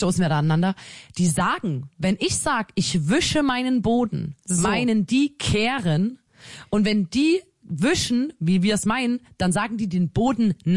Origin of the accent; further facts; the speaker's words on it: Saxony, Germany; ich muss es jetzt mal sagen, wir kommen aus Sachsen